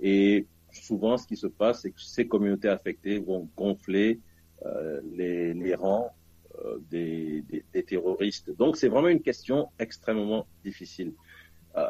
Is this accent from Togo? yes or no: yes; Togo; mon pays, le Togo